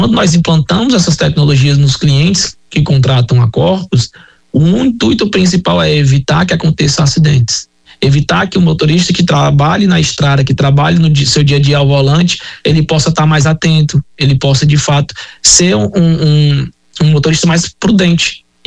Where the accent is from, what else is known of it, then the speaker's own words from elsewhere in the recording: Fortaleza, Ceará, Brazil; Eu vou falar aqui, eu sou natural de Fortaleza, tá? Mas viajo muito a São Paulo